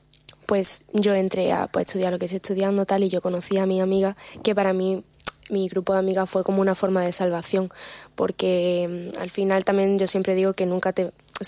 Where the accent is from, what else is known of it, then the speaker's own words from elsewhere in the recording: Málaga, Andalusia, Spain; yo soy malagueña, ¿no? Pero yo además, pues, siempre he vivido, pues, muy cerquita del mar.